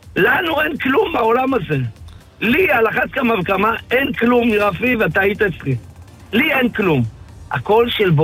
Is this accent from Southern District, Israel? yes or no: no; Haifa, Haifa District, Israel; אני אגיד לך, אני גדלתי בחיפה על הכרמל, ואהבתי כל הזמן רק את השכונות.